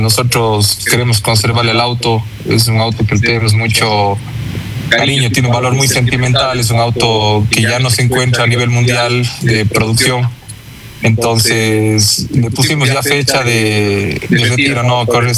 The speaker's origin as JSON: {"language": "Spanish", "town": "Cuenca", "region": "Azuay", "country": "Ecuador", "said": "lo más lejos para mí, digamos que de Cuenca"}